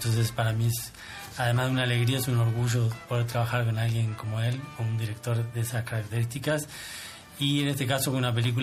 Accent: Uruguay; moved away as an adult; now in Mexico; Sí, soy uruguayo, pero soy la parte mexicana. Yo, soy productor hace más de 20 años, pero hace 12 años que estoy instalado en México.

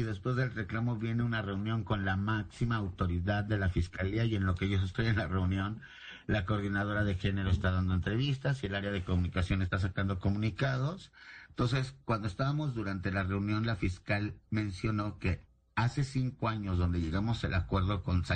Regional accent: Mexico; y sí tenemos que hacer algo como mexicanos

